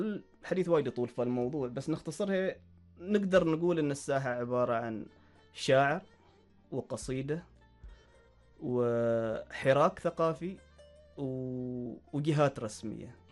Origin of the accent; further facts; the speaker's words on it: Oman; عندنا في سلطنة عمان